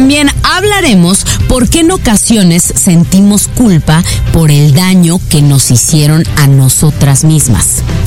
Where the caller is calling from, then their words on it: Guadalajara, Jalisco, Mexico; desde Guadalajara, Guadalajara, Jalisco, México.